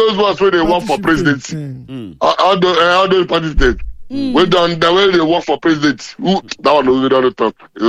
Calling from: Lagos, Nigeria; I'm calling from Lagos

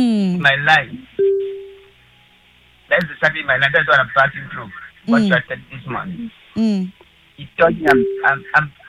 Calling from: Ikorodu, Lagos, Nigeria; calling from Ikorodu.

